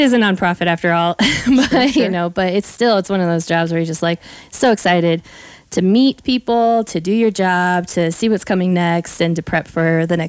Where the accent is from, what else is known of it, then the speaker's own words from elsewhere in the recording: Grand County, Colorado, United States; I'm actually from Grand County.